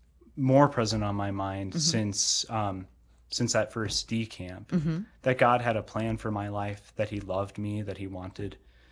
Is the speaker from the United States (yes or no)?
yes; Webster, United States; also born or lived in Watertown; I was raised in kind of the Webster area, Wabe.